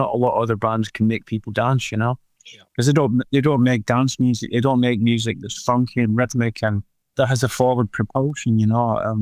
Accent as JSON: {"language": "English", "country": "Ireland", "said": "You knew what it meant, you know, being an Irishman, you know?"}